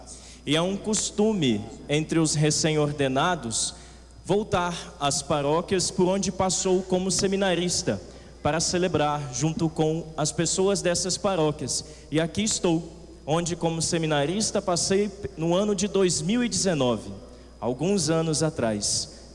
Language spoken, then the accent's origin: Portuguese; Cachoeiro de Itapemirim, Espírito Santo, Brazil; moved away as an adult; now in Marataízes, Brazil; Sou natural de Cachoeiro de Itapemirim, mas hoje exerço meu ministério lá na paróquia Santíssima Trindade, em Marataízes. Eu tenho exatamente uma semana e um dia de ordenado padre.